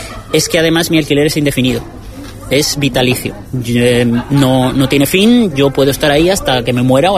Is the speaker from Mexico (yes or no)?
no; Puertollano, Castilla-La Mancha, Spain; moved away as an adult; Pues soy de Puerto Llano, de Ciudad Real, y vine, pues, la verdad es que un poco a la aventura.